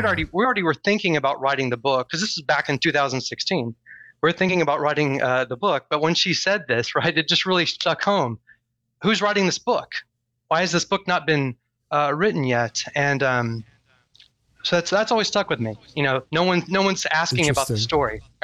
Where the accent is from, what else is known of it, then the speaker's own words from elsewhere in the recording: Longview, Texas, United States; I actually interviewed her in my hometown of Longview, and she was currently a student at my alma mater, Laterno University.